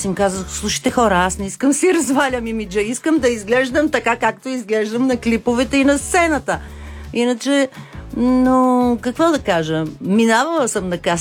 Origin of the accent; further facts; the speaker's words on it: Montana, Montana Province, Bulgaria; Аз съм от Монтана, от Северозапада. И между другото исках това да се личи по някакъв начин.